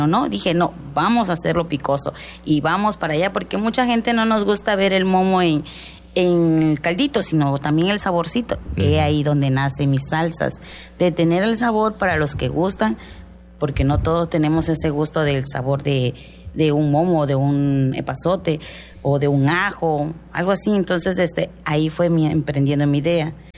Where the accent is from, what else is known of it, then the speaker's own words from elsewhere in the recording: Mexico; usted sabe que somos mexicanos